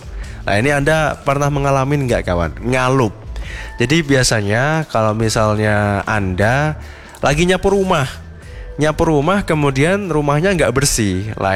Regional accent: Java, Indonesia; kita sebagai orang Jawa

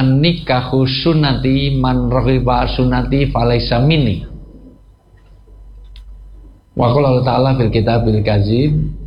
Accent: Java, Indonesia; saya asli orang Jawa.

